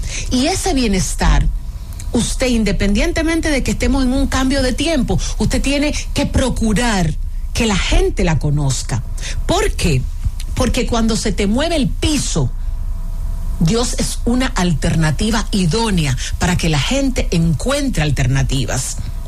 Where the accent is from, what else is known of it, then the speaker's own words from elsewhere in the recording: Dominican Republic; Yo soy católica, y me preocupa, ¿por qué? Porque en la República Dominicana la mayoría somos cristianos, de la Iglesia Evangélica o de la Iglesia Católica.